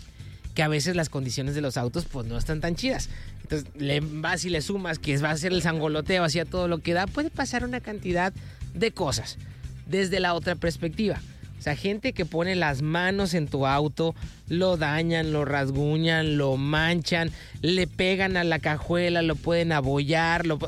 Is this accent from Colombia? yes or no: no; Mexico; Aquí lo malo es nosotros como cultura mexicana celebramos de una manera muy... sin medir consecuencias.